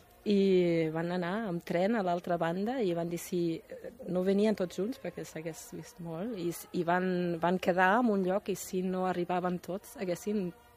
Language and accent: Catalan; Germany; moved away as an adult; now in Spain; A veure, jo suposo que alguna cosa a Alemanya tinc i com més gran ens fem, potser encara es nota més.